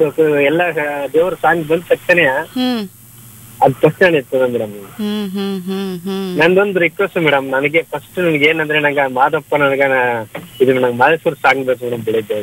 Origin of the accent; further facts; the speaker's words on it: Gundlupet, Karnataka, India; now in Bangalore, India; ನಮ್ಮ ಊರು ಬಂದ್ಬಿಟ್ಟು ಮೇಡಮ್ ಗುಂಡ್ಲುಪೇಟೆ ಅಂತ ಒಂದು ಹಳ್ಳಿ.